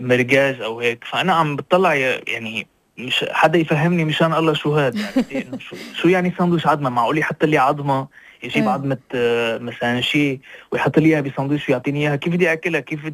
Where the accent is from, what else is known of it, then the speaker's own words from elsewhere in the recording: Syria; now in Sfax, Tunisia; تخيل يعني مثلا في حتى توانسي، أنا سوري، توانسي مرايحين على قرقنة ولا بيعرفوها أصلا.